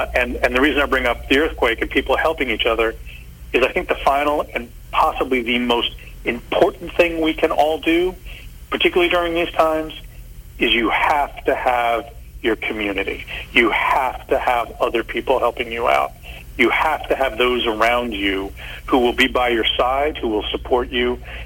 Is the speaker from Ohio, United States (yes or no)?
no; California, United States; having seen numerous earthquakes growing up in California